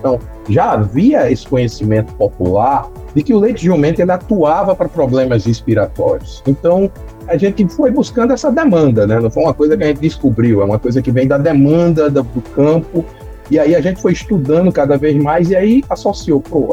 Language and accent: Portuguese; Northeast Region, Brazil; Eu sou do Nordeste, então no Nordeste a gente recebeu uma demanda da Polícia Rodoviária Federal